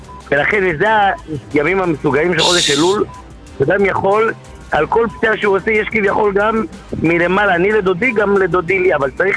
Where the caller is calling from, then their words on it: Netivot, Southern District, Israel; אני באמת מנתיבות.